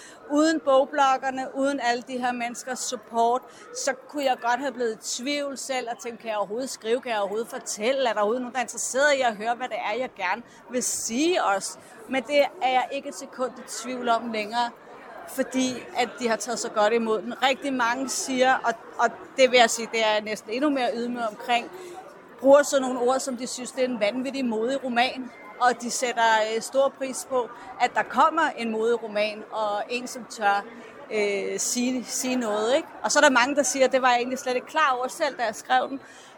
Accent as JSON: {"language": "Danish", "town": "Copenhagen", "region": "Capital Region of Denmark", "country": "Denmark", "said": "Jeg er fra Vesterbro."}